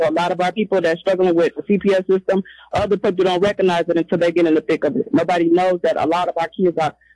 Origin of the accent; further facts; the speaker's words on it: Minneapolis, Minnesota, United States; I'm from North Minneapolis, and I really everything I do, I want to bring back and teach my community.